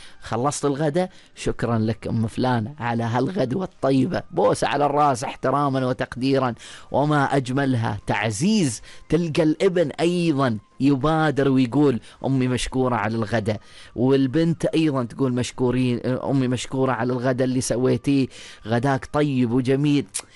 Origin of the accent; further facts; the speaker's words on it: Oman; وهذا اللي تربينا عليه في سلطنة عمان